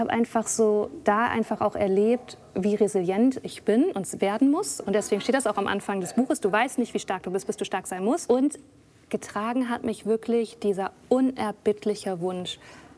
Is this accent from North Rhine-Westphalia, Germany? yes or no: no; Lüneburg, Lower Saxony, Germany; now in Berlin, Germany; das Erwachsene-Ich, was ich mir aufgebaut habe in Berlin, und dann mein Ich in Lüneburg, wo ich aufgewachsen bin.